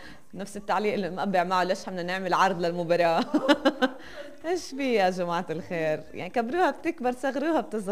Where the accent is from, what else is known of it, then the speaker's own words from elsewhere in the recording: Palestine; كلام ام علاء هو الصح، احنا كفلسطينيين شو بهمنا